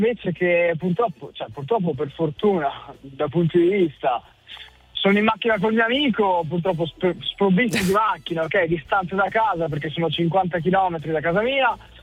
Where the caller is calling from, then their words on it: Veneto, Italy; Io sono dal Veneto, precisamente verso Padova.